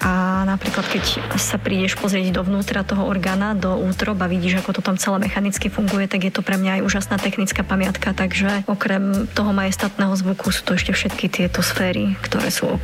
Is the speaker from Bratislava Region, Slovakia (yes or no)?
no; Kežmarok, Prešov Region, Slovakia; som rodáčka z Kežmarku